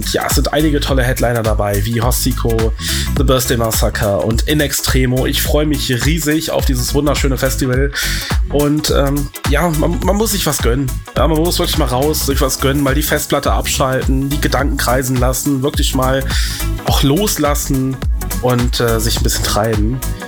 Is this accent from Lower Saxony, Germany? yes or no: yes; Hildesheim, Lower Saxony, Germany; morgen brauchen die Verkehrsteilnehmenden in Hildesheim, in meiner Heimatstadt, doch ein bisschen starke Nerven